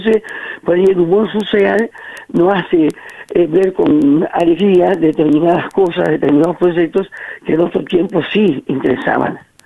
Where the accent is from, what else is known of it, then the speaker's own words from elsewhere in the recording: Santa Cruz, Argentina; y pienso como Santa Cruceña.